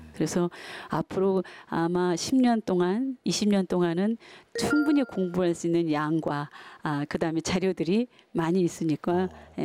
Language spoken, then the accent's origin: Korean; Ganghwa, Incheon, South Korea; 지금 인천광역시 강화군 양사면 인화리인데요.